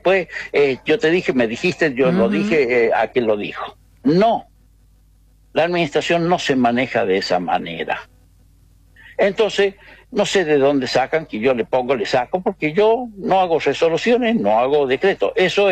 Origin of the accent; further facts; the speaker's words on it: Argentina; Claro que soy argentino.